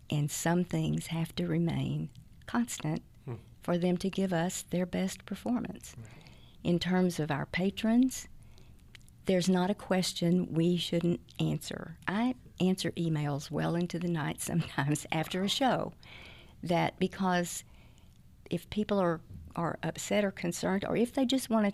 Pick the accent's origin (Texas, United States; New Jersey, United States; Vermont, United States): Texas, United States; Fort Worth; moved away as an adult; also born or lived in Arkansas; now in College Station, United States; We're from Fort Worth, but my husband took a job in Arkansas. We were there for 10 years.